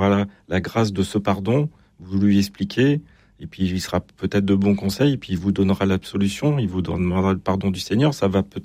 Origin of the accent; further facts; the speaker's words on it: Brittany, France; Je suis breton.